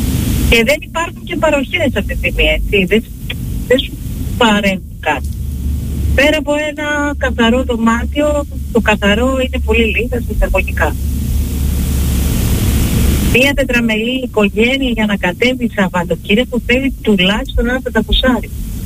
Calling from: Fourka, Central Macedonia, Greece; Είμαι από τη Φούρκα.

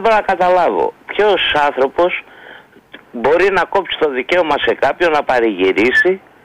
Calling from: Ilion, Attica, Greece; είμαι από Ήλιο.

